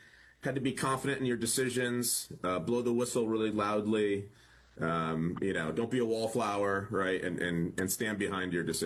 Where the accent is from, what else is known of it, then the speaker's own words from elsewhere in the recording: Rocky Hill, Connecticut, United States; from Rocky Hill, Connecticut, just south of Hartford.